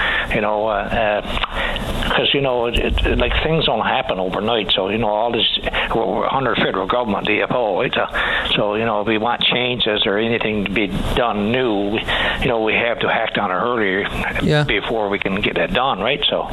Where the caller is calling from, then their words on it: Newfoundland and Labrador, Canada; Well, I'm calling from the Gulf, northern, western Newfoundland and the Gulf region, northern peninsula.